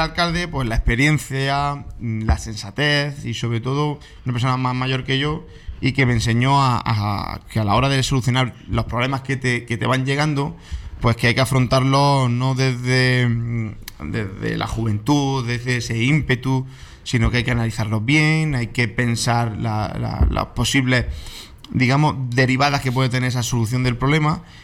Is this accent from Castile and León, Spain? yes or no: no; María, Andalusia, Spain; Yo creo que mi familia y yo somos más felices allí y por eso decido vivir allí. Creo que mis hijos quiero que crezcan como yo crecí en su día y por eso decido que mi proyecto de vida pues sea en mi pueblo